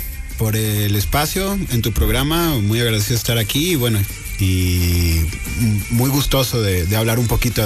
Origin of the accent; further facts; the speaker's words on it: Coatzacoalcos, Veracruz, Mexico; now in Puebla, Mexico; Soy de la costa de Coatzacoalcos. De Coatzacoalcos, Veracruz.